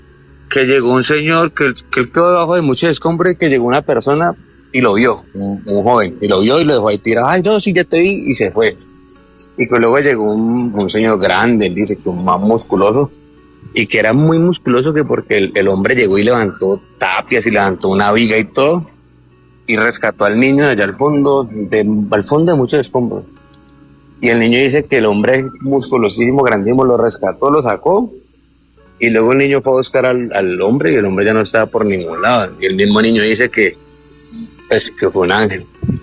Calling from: Cali, Valle del Cauca, Colombia

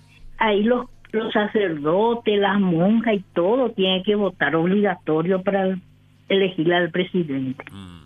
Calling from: Ñemby, Central, Paraguay

